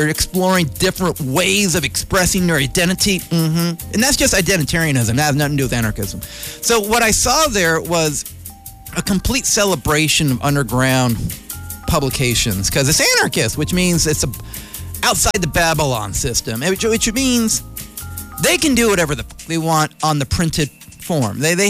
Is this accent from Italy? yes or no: no; El Salvador; now in United States; as an El Salvadorian, I really don't like the authoritarianism of my home country.